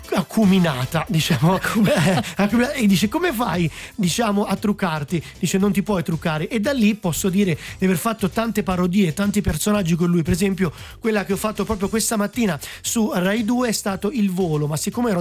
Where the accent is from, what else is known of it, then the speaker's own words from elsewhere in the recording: Montepulciano, Tuscany, Italy; also born or lived in Umbria; Ho cominciato a fare teatro nella mia Toscana, a Montepulciano. Io sono toscano, montepulciano, umbro. Io sono nomade perché sono sempre di molte regioni, non mi fermo mai